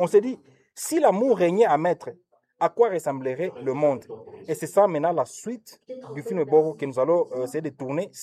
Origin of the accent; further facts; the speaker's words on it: Butembo, North Kivu, DR Congo; ici chez nous, au Boutembo?